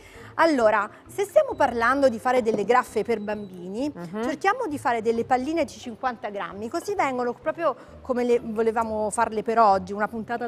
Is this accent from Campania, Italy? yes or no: yes; Naples, Campania, Italy; moved away as an adult; now in Rome, Italy; io sono napoletana